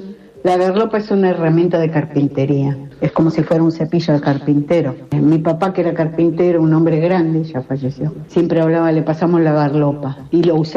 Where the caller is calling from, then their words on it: La Plata, Buenos Aires Province, Argentina; de La Plata